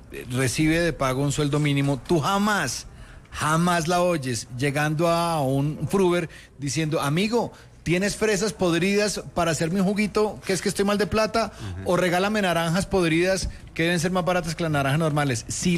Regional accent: Colombia; creo que nosotros como colombianos debemos apresonarnos un poquito

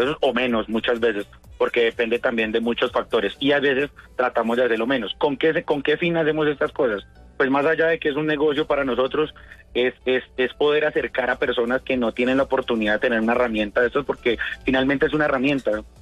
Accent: Colombia; todo, absolutamente todos somos colombianos, los que los traen somos colombianos

